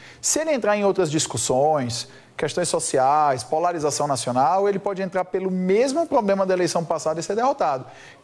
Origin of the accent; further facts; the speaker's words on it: Fortaleza, Ceará, Brazil; E o Nordeste, infelizmente, eu disse, sou de Fortaleza, o Nordeste, infelizmente, é a região do Brasil com mais insegurança